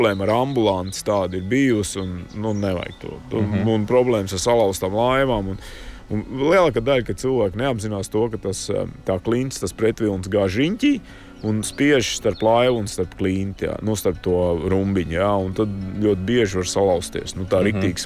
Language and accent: Latvian; Ventspils, Courland, Latvia; born or raised there